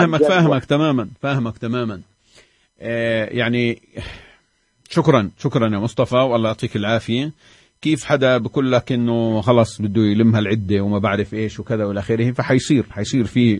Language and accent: Arabic; Palestine; كفلسطينيين